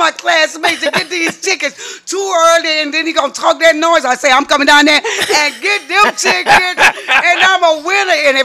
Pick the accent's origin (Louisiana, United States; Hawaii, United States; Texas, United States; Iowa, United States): Texas, United States; Port Arthur; I'm originally from Port Arthur. I'm a Port Arthuran, and I won't be nowhere else but in Port Arthur.